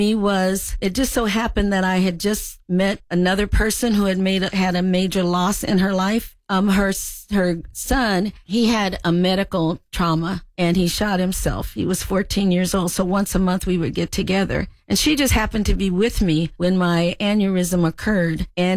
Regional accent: Los Angeles, California, United States; But I came from Los Angeles, where in metropolitan areas, there were a lot more resources.

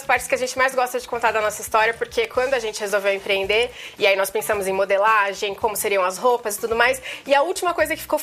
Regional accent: São Paulo, Brazil; now in Santo André, Brazil

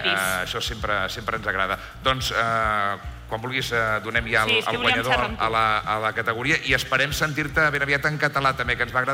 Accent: Catalonia, Spain; moved away as an adult; now in Barcelona, Spain; soc d'Osona.

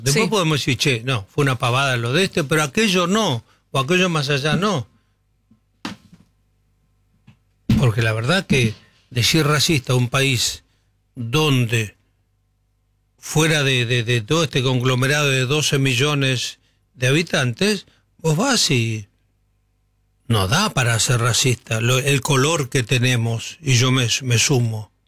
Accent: Patagonia, Argentina; yo vengo de la Patagonia, pero es lo mismo, ¿no?

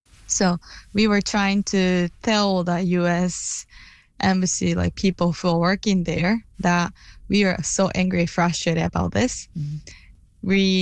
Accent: Okinawa, Japan; English is a second language; But I didn't speak English, but, you know, say hello. Military was there since I was born.

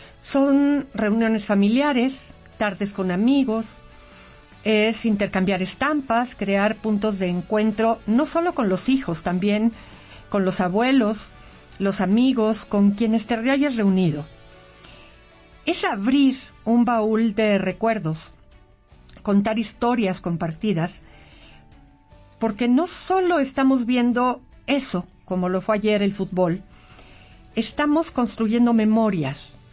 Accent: Mexico; todas las porras que nos llegan a unir como mexicanos.

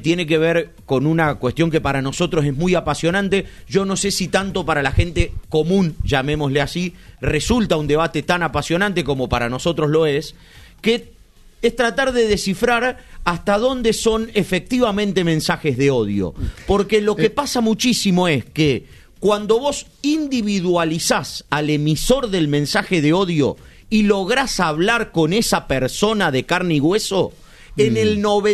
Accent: Argentina; Entonces, somos los argentinos.

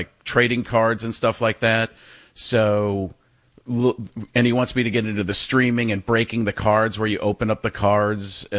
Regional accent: Waukesha, Wisconsin, United States; born or raised there

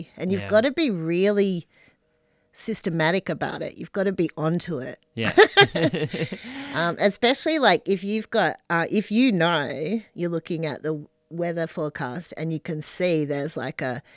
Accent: Western Australia, Australia; Growing up in Western Australia, you have a more kind of serious approach to those really hot days, and especially the heat waves.

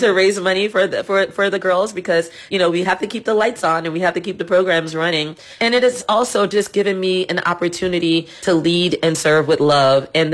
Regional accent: New Orleans, Louisiana, United States; growing up in New Orleans, New Orleans was a very kind of challenging place at the time when I was growing up.

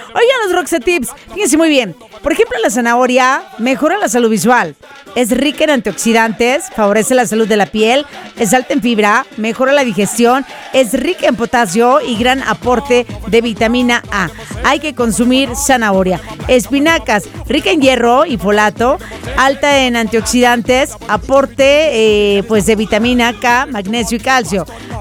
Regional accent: Mazatlán, Sinaloa, Mexico; Qué bonito es ser mexicana y ser sinaloense y mazatleca, sí señor.

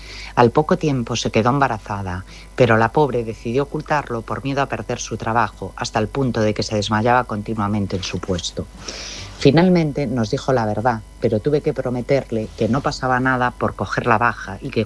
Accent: A Coruña, Galicia, Spain; de Coruña y hoy me he levantado pensando en la foto de un bebé precioso que me enviaron ayer.

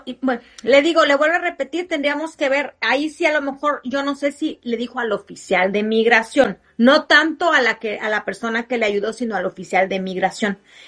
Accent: Mexico; Como buena mamá mexicana

